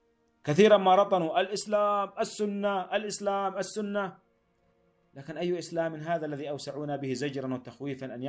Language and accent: Arabic; Yemen; ثم لم نجدهم نحن كيمنيين إلا شركاء قذرين ووقحين في مجازر بشعة وفظيعة